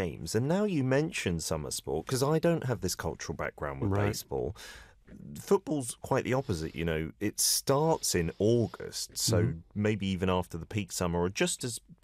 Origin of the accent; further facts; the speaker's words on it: United Kingdom; as a Brit